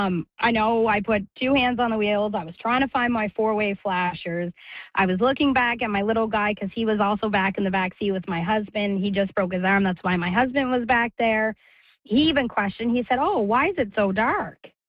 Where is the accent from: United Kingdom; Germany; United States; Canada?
Canada; Summerside, Prince Edward Island; I'm from Summerside PEI.